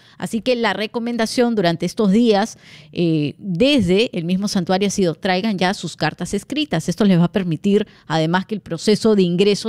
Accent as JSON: {"language": "Spanish", "country": "Peru", "said": "somos muy tradicionales como peruanos."}